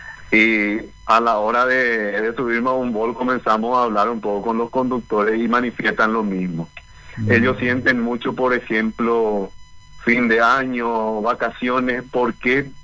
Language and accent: Spanish; Paraguay; Todo lo que nosotros hacemos como paraguayos